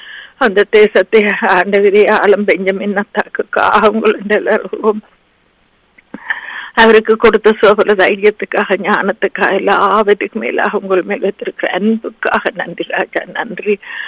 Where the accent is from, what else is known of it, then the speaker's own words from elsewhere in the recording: Sri Lanka; moved away; நாங்க பிறந்து வளர்ந்த இலங்கை தீவுக்காக